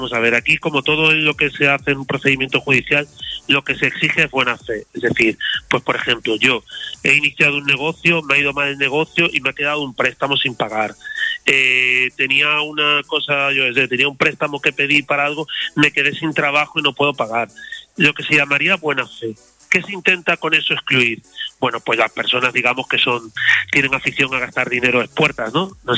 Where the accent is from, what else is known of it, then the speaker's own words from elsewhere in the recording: Andalusia, Spain; moved away; yo no soy de Madrid, yo soy de aquí de España, pero soy de una región de Andalucía.